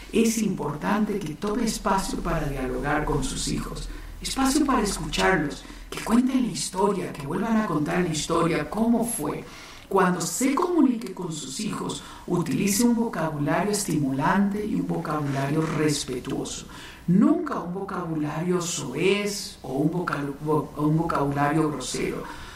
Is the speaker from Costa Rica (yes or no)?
yes; Guanacaste, Costa Rica; born there; desde Guanacaste, mi tierra natal en Costa Rica